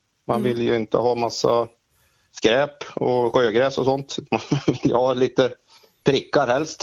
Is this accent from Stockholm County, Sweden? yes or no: no; Iggesund, Gävleborg County, Sweden; Ja, jag växte upp i Iggesund